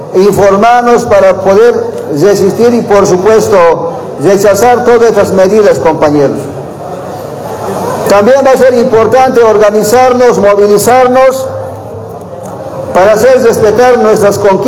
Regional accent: Bolivia

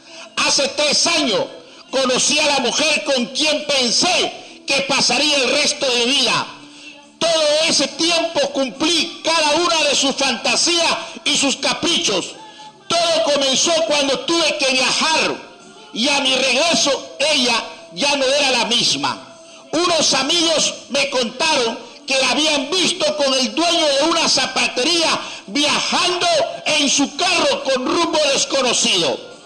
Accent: Piura, Peru; tengo 32 años, soy natural de Piura.

